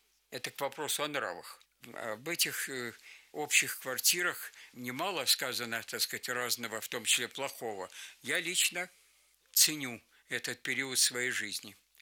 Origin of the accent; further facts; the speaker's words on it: Moscow, Russia; born there; Я родился в Москве.